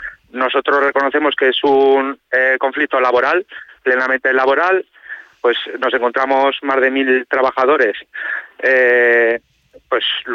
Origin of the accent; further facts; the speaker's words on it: Zaragoza, Aragon, Spain; yo que soy zaragozano, sí, y pues transito Zaragoza